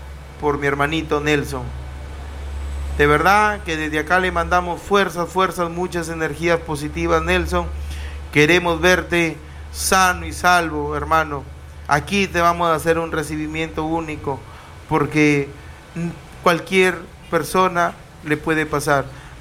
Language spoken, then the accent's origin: Spanish; Túcume, Lambayeque, Peru; yo me comprometo a trabajar con mi pueblo de Túcume